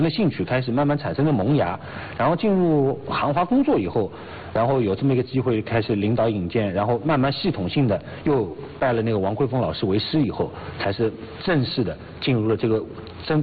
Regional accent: Hangzhou, Zhejiang, China; 我的一个先天优势就是我是杭州人

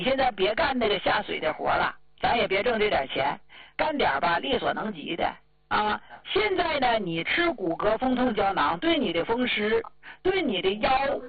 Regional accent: Jilin, China

